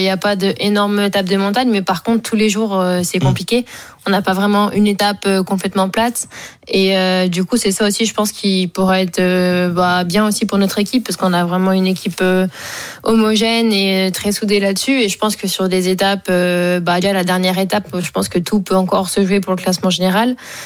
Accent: France; en tant que française

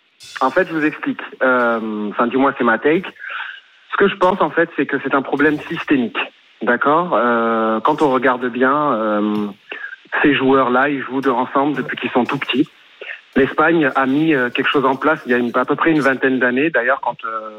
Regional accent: Montpellier, Occitanie, France; born there; moi, je viens de Montpellier.

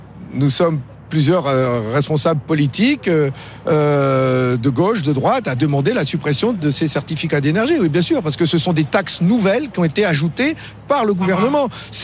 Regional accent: France; Et c'est nous, les Français, qui les payons derrière.

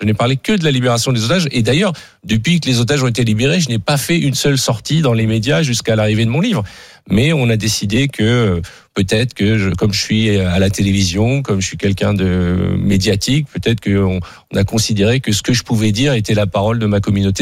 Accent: France; je suis français

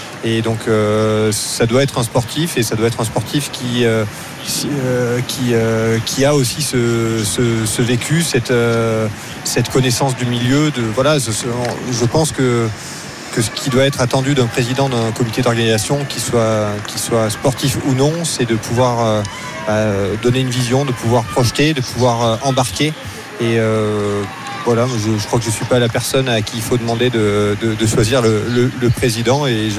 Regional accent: Pyrenees, France; je suis originaire des Pyrénées

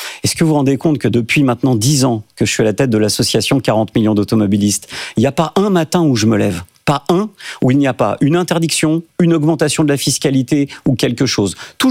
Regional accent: France; Vous savez, je suis français, je suis comme tout le monde, je vois l'état de la dette

